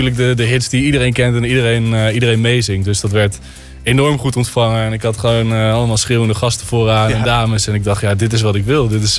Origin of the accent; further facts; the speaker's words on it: Netherlands; En ik kom daar aan als Hollander.